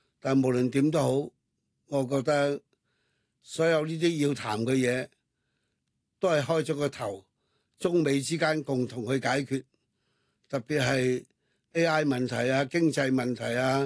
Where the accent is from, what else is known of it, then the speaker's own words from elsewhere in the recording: China; 所以我而家睇伊朗嘅问题，睇古巴嘅问题，我就会联系自己嘅过去70年嘅亲身嘅感受